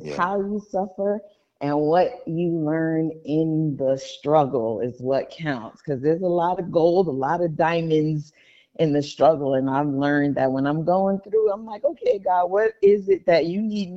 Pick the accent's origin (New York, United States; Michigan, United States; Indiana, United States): New York, United States; Brooklyn; now in Long Island, United States; I grew up in Brooklyn. I'm really at heart a Brooklyn girl. So I started out, I grew up in Brooklyn, and then my career started in Queens, and I raised my kids in Long Island. So I am a real New Yorker.